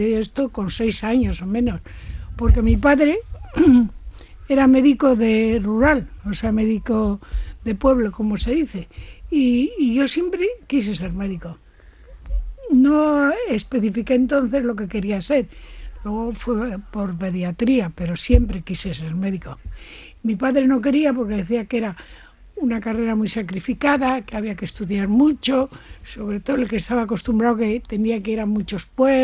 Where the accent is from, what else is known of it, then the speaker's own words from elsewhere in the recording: Castilla-La Mancha, Spain; born there; moved away as an adult; also born or lived in Valencia / Madrid; now in Bilbao, Spain; en la provincia de Toledo, porque yo no soy vasca, ¿eh? Vasca de nacimiento.